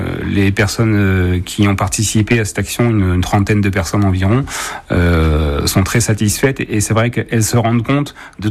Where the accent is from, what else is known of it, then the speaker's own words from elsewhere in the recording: Laval, Pays de la Loire, France; moi je suis lavallois, je suis né à Laval, j'ai connu Laval plus sûr que l'heure actuelle.